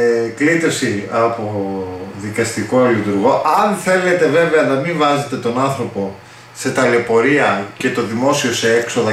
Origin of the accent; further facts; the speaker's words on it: Greece; born there; γεννήθηκα στην Ελλάδα